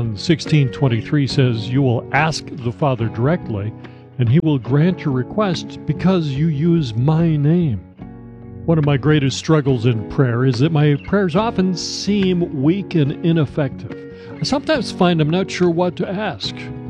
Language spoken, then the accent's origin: English; Scotland, United Kingdom; My home country of Scotland